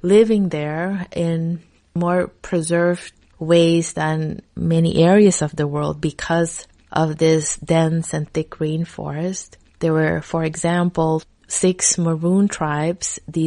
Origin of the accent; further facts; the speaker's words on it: Suriname; I'm from Suriname. It's a country right above Brazil that not many people have heard of. It's considered the most tree-covered country in the world.